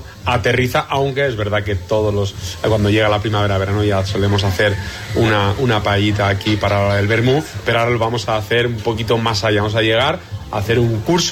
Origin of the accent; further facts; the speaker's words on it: Valencian Community, Spain; yo, como buen valenciano de Castellón, de la provincia de Castellón